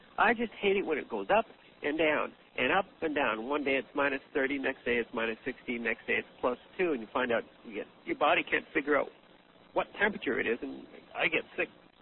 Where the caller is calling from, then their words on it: Edmonton, Alberta, Canada; I'm calling from Ched Country in Edmonton, Alberta.